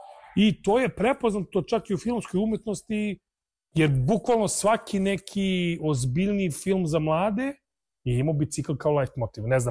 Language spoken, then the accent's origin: Serbian; Serbia; mi smo svašta prošli kao narod, ne samo mislim mi kao Srbi, nego bukvalno cela stara Jugoslavija je mislim prošla sve i svašta.